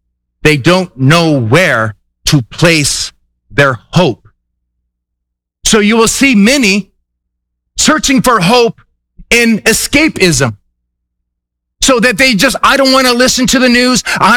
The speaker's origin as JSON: {"language": "English", "region": "Scotland", "country": "United Kingdom", "said": "And I was just so upset because I'm a Scottish, and if I give you a dollar, you need to be doing it right."}